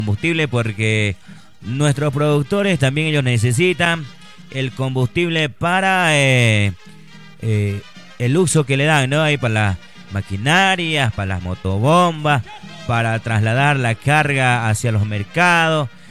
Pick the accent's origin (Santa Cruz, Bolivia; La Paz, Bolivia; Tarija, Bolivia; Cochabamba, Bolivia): Santa Cruz, Bolivia; El Trigal; born there; moved away; Trigal se llama mi pueblo querido.